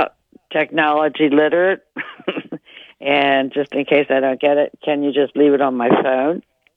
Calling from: Harrisburg, Pennsylvania, United States; This is your loyal listener from Harrisburg.

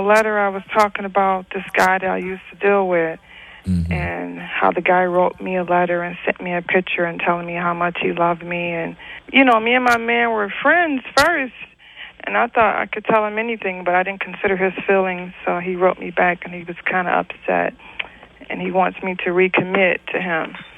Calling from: Augusta, Georgia, United States; I'm calling from Augusta, Georgia.

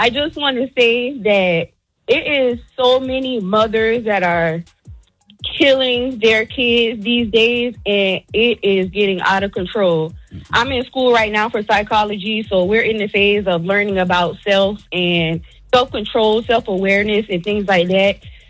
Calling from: Charleston, South Carolina, United States; I'm calling from Charleston.

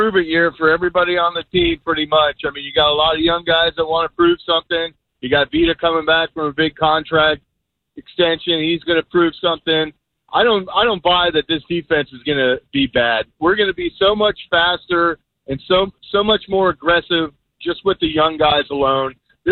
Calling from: Pinellas, Florida, United States; I'm calling from Pinellas Park.

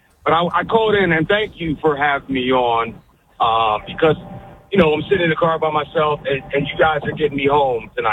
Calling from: Pennsylvania, United States; I'm actually in South Carolina, but I'm from Pennsylvania. I'm on my way home.

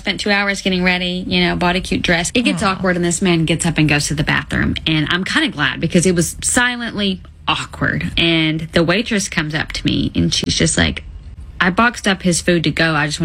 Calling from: the South, United States; accent: Southern; I'm from the South.

